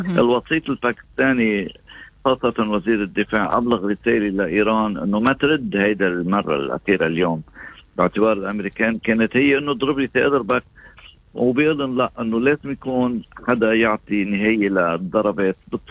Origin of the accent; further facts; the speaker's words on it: Lebanon; وهذا بيرشح لأمر واحد أنه نحن كلبنانيين علينا نكون واعيين.